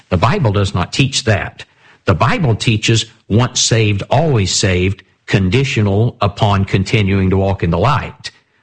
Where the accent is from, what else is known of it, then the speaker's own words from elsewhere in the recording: South Carolina, United States; now in Georgia, United States; I'm not from here. I'm from South Carolina.